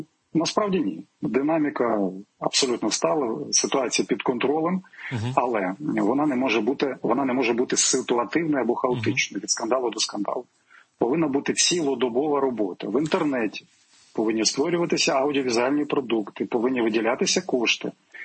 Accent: Mykolaiv Oblast, Ukraine; Я уродженець Миколаївщини

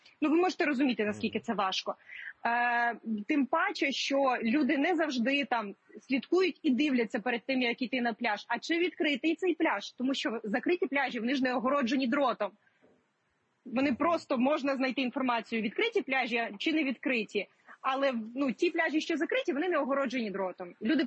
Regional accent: Odesa, Odesa Oblast, Ukraine; Я, як одеситка

